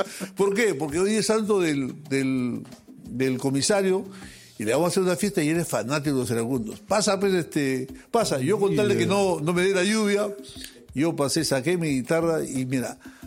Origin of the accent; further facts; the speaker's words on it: Peru; soy peruano